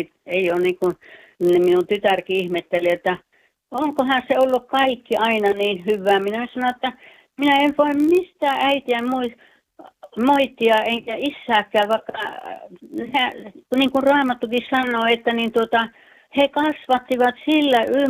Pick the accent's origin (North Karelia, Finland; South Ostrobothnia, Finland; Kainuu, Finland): North Karelia, Finland; Juuka; Sieltä Pohjois-Karjalasta Juuasta.